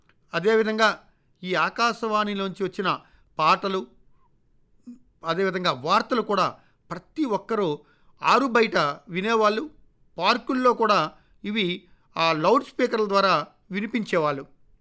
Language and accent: Telugu; Srikakulam district, Andhra Pradesh, India; పుట్టి పెరిగింది శ్రీకాకుళం జిల్లాలోని రైతు కుటుంబంలో, ఒక మారుమూల కుగ్రామంలో.